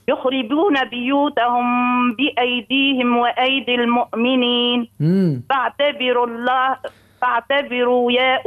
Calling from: El Djem, Mahdia Governorate, Tunisia

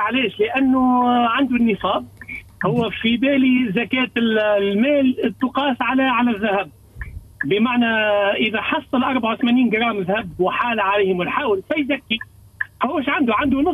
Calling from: Tunisia; من تونس معكم.

